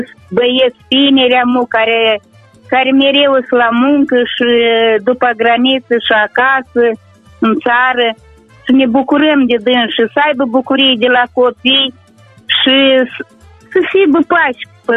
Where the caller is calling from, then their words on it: Elizaveta, Bălți, Moldova; Suntem de la Elizaveta Bălț.